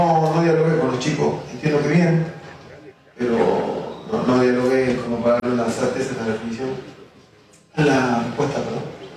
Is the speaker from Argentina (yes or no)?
yes; Argentina; Agradecimiento eterno a una persona que, como argentino, nos dio tanto y tan lindo, ¿no?